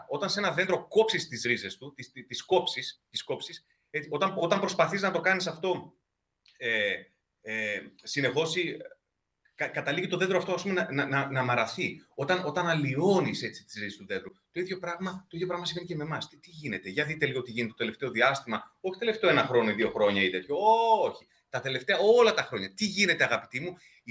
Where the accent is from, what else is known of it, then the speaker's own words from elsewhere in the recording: Greece; σαν Έλληνες εδώ πέρα, σαν Ρωμιοί